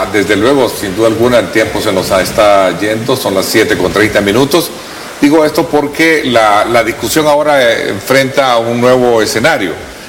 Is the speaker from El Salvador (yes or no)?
yes; El Salvador; nosotros como país, como salvadoreños, la hemos vivido en carne propia.